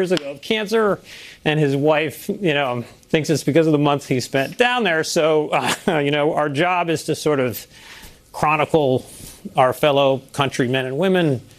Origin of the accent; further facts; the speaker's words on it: Maine, United States; I grew up in New England and in Maine.